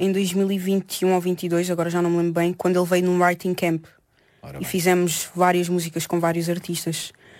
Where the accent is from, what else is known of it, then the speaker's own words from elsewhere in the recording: Santiago, Cape Verde; Portanto, nós somos da Ilha de Santiago